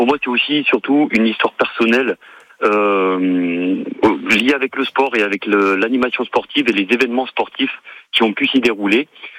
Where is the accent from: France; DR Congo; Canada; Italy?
France; Hauts-de-France; moved away as an adult; now in Lozère, France; Moi, je suis originaire du Nord, mais vraiment du Nord, hein, je suis Simi, et je suis arrivé en Lozère il y a plus d'une trentaine d'années.